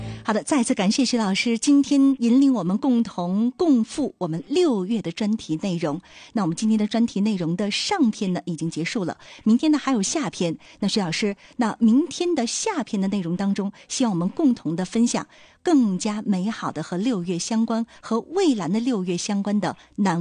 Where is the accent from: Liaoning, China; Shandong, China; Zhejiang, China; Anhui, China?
Liaoning, China; Dalian; born there; 海边长大的我们，从小就枕着潮声长大